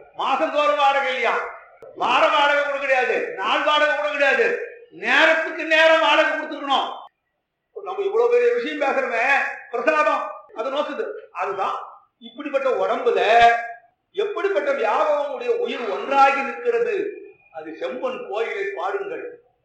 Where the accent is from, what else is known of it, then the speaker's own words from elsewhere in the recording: Kanchipuram, Tamil Nadu, India; நான் காஞ்சிபுரத்தை சேர்ந்தவன்றதுனால